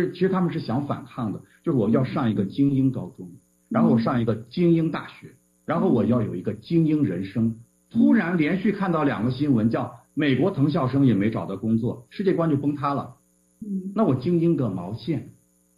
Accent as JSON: {"language": "Chinese", "country": "China", "said": "我们中国人"}